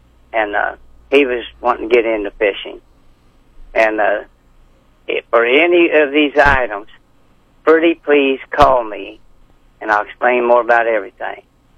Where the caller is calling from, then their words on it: Franklin, Missouri, United States; I'm calling from Franklin, Missouri.